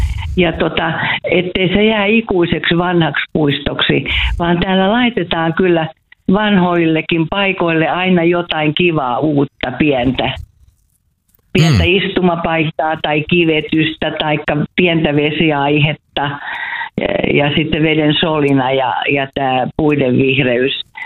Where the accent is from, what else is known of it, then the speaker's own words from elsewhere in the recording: Kotka, Kymenlaakso, Finland; Soittelen täältä kotikaupungistani Kotkasta.